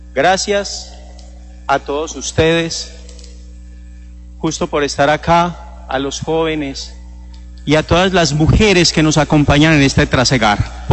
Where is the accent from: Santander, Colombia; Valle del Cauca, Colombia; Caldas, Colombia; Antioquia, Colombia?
Antioquia, Colombia; Medellín; Yo como buen paisa